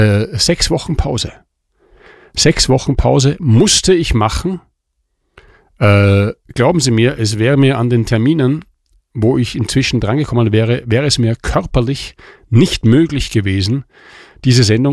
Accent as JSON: {"language": "German", "town": "Mantua", "region": "Lombardy", "country": "Italy", "tie": "born or raised there", "said": "ich bin schon beim ersten Mal so abgeschwiffen, weil ich von meiner Heimat Mantua so begeistert bin, ja. Wie alle ItalienerInnen, ja."}